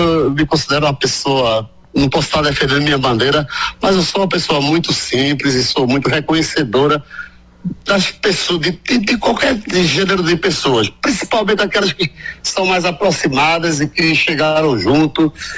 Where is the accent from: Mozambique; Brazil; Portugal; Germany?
Brazil; Pernambuco; Pernambuco. É meu estado, é minha terra natal. É onde eu nasci, onde eu tenho tudo na minha vida.